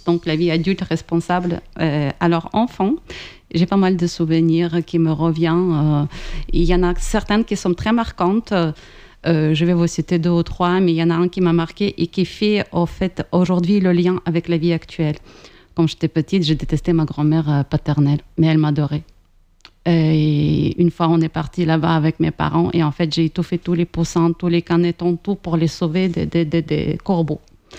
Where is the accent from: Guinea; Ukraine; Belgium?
Ukraine; Western Ukraine; first language Ukrainian; French is a second language; moved away as an adult; now in Montpellier, France; je suis née en Ukraine en octobre 1976. Aujourd'hui, bientôt, je vais avoir 50 ans. Donc, si je peux comparer, c'est la moitié de ma vie. De 25 ans, j'ai vécu en Ukraine parce que je l'ai quittée à l'âge de quasiment à la veille de mon anniversaire de 25.